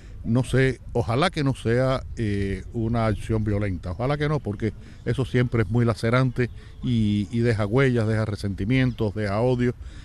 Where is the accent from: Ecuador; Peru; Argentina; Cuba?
Cuba; Yo nací en Cuba, he vivido toda mi vida en Cuba y yo nunca había visto eso.